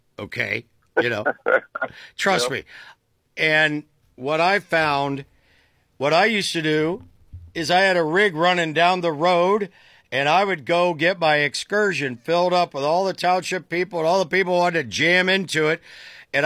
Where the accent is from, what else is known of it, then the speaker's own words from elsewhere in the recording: Dover, Ohio, United States; Well, my hometown of Dover is the same way.